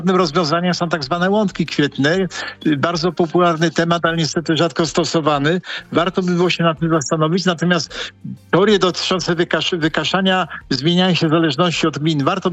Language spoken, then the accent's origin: Polish; Greater Poland Voivodeship, Poland; jestem wielkopolaninem.